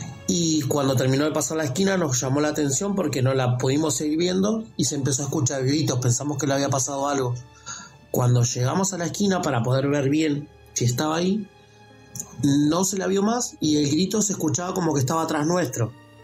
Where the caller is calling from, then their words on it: Moreno, Buenos Aires Province, Argentina; De Zona Oeste, Moreno.